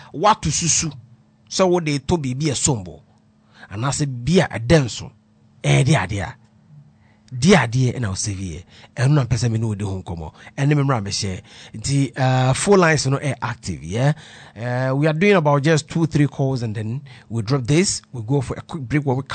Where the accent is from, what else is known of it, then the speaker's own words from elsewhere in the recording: Ghana; We are Ghanaians. Yeah, we are Ghanaians.